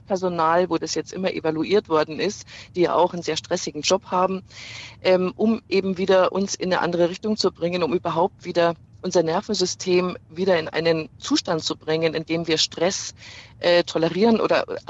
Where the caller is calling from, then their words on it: Regensburg, Bavaria, Germany; Ich komme auch aus Regensburg.